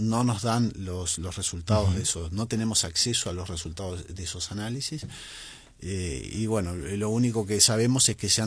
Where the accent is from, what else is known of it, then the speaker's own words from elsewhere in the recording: Uruguay; los costos que tenemos en Uruguay